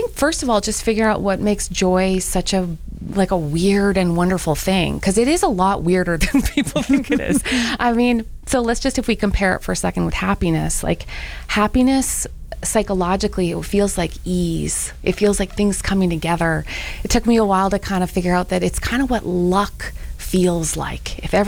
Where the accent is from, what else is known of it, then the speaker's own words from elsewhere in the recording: Canada; now in United States; I'm secretly Canadian